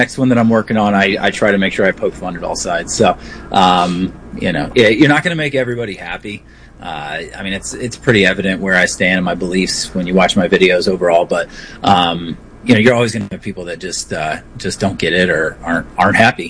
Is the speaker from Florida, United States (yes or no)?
yes; Tampa, Florida, United States; now in Philadelphia, United States; And I was raised in a Baptist church, and I'm from Tampa, Florida originally, moved up to Philadelphia for work.